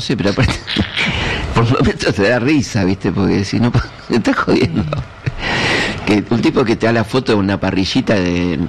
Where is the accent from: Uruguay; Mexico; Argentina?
Argentina; Ahora, por supuesto vamos a estar todos mirando a la selección, porque somos argentinos, está perfecto.